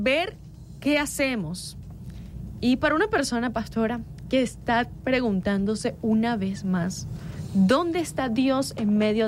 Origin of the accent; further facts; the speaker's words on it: Venezuela; aquí todos somos venezolanos y aquí todos estamos por un país.